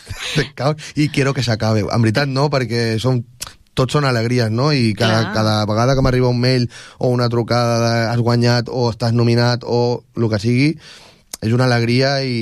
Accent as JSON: {"language": "Catalan", "town": "Barcelona", "region": "Catalonia", "country": "Spain", "also_born_or_lived": "Tordera", "said": "A Barcelona, que és on soc. Soc de Tordera, però de Barcelona, i també els meus estudis els he fet a Barcelona, o sigui, imagina't el temps que he estat allà."}